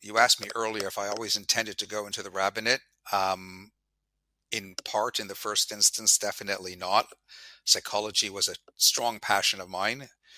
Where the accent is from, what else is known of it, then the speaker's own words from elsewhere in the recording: Toronto, Ontario, Canada; moved away; I grew up obviously in Toronto